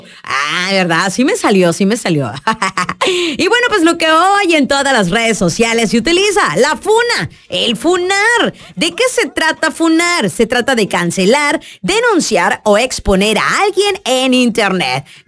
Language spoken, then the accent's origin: Spanish; Mexico; como buenos mexicanos que somos